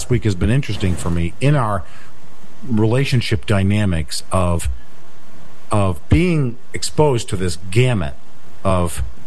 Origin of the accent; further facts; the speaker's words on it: New Jersey, United States; And I'm from New Jersey.